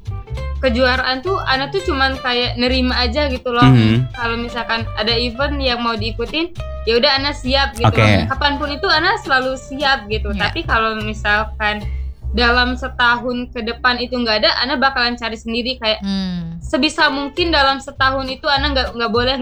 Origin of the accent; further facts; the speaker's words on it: South Sumatra, Indonesia; moved away; Awalnya aku cuman ke Lampung tuh dari Sumatera. Aku awalnya dari Sumatera Selatan.